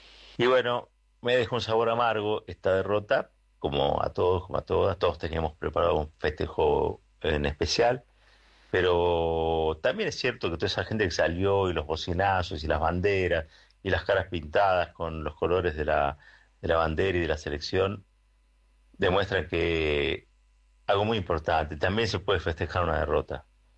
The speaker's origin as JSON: {"language": "Spanish", "country": "Argentina", "said": "Somos argentinas y argentinos"}